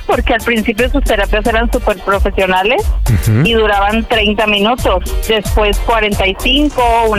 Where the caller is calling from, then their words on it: Guadalajara, Jalisco, Mexico; 32 y soy de Guadalajara.